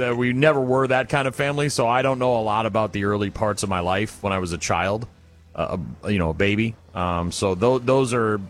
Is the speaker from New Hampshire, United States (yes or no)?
yes; Nashua, New Hampshire, United States; We moved into a house on Syracuse Road in Nashua. New Hampshire, my hometown. And I grew up there.